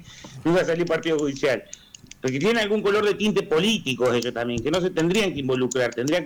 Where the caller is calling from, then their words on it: Trenque Lauquen, Buenos Aires Province, Argentina; yo soy de Trenquelauquen